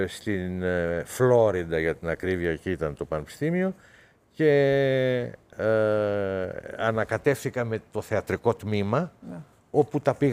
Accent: Greece; moved away as an adult; Καταρχήν έφυγα από την Ελλάδα 18 χρονών, ναι, επί Χούντας.

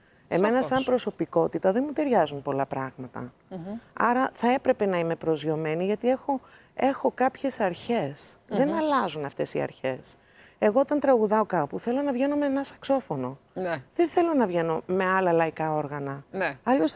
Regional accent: Greece; born there; Greek is a second language; είμαι από άλλη χώρα και μεγαλώνοντας στην Ελλάδα, που δεν μιλούσα καλά ελληνικά

